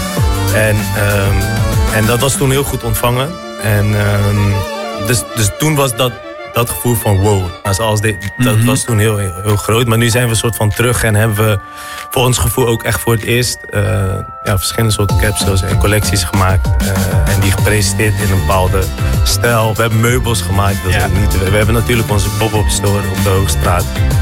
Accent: Eritrea; now in Netherlands; Dus ik kom zelf uit Eritrea, daar drinken we heel veel koffie.

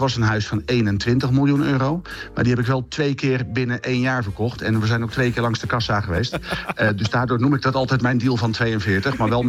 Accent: Rotterdam, South Holland, Netherlands; En dat is natuurlijk wel zo leuk als voor mij als Rotterdammer ook.

